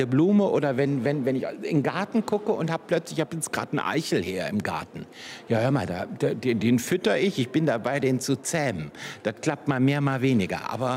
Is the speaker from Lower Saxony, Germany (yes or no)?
no; North Rhine-Westphalia, Germany; Ich bin ja quasi hier in Spuckweite in der Nähe aufgewachsen, geboren. Und da ist das schon was ganz Besonderes, wenn man dann hier in Lünen vom Filmfest diesen Preis fürs Lebenswerk bekommt.